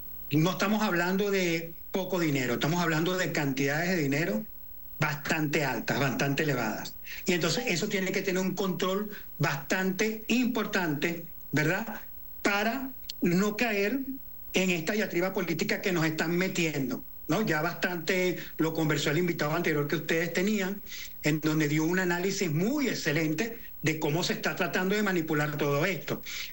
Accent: La Guaira, Venezuela; todas las familias que conozco, porque soy de La Guaira

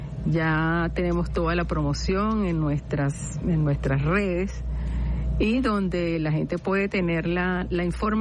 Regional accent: Venezuela

